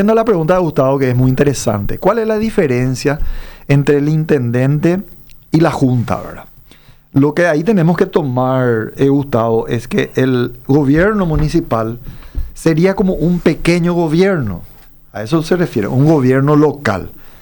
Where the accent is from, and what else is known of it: Paraguay